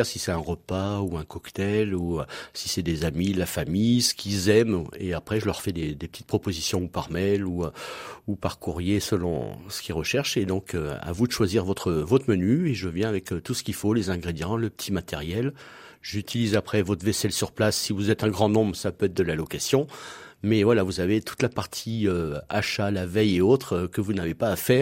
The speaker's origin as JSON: {"language": "French", "region": "Auvergne-Rhône-Alpes", "country": "France", "also_born_or_lived": "Paris", "moved": "as an adult", "lives_now": "Clermont-Ferrand, France", "said": "4 années à Paris, oui, je pense que ça suffit quand on est auvergnat."}